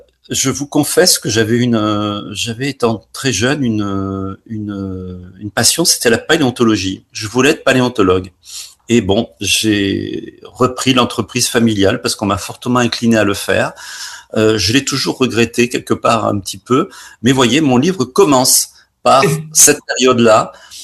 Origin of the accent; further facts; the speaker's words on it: Perpignan, Occitanie, France; moved away as an adult; also born or lived in Jura / Paris; now in Perpignan, France; Je suis né à Perpignan. J'ai après un cursus dans mes études d'optique dans le Jura, puis j'ai travaillé à Paris et je suis revenu donc en 1989 à Perpignan.